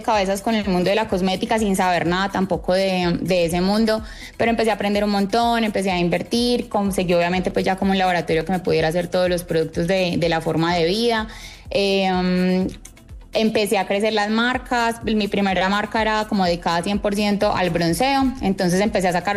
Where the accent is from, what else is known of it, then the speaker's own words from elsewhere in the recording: Antioquia, Colombia; yo como buena paisa